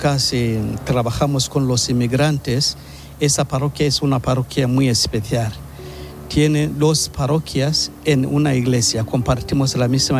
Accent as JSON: {"language": "Spanish", "region": "Njombe", "country": "Tanzania", "moved": "as an adult", "lives_now": "Barcelona, Spain", "said": "Soy de Tanzania, de la diócesis de Njombe, entre la orden San Agustín desde el año 1981. Me profesé como agustino el año 1989."}